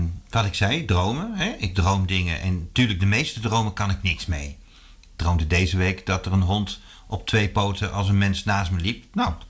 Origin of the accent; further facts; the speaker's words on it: Zutphen, Gelderland, Netherlands; dat was in Zutphen, waar ik vandaan kom.